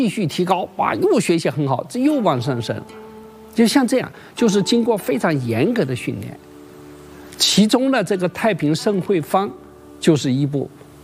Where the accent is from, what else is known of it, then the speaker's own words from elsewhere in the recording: China; 我们中国人